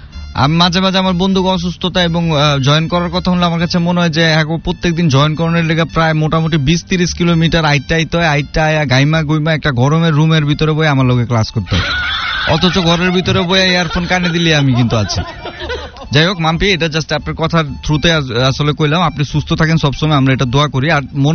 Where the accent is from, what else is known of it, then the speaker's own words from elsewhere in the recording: Dhaka, Dhaka Division, Bangladesh; আমার গ্রামের বাড়ি ভাই আমি পুরান ঢাকারই অরিজিনাল, আমার গ্রামের বাড়ি এটাই।